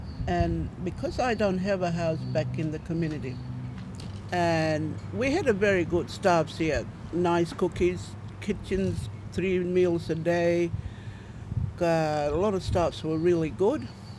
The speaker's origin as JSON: {"language": "English", "town": "Milingimbi", "region": "Northern Territory", "country": "Australia", "moved": "as an adult", "lives_now": "Darwin, Australia", "said": "I am from Milindimbi. I've been in Darwin for 2 years."}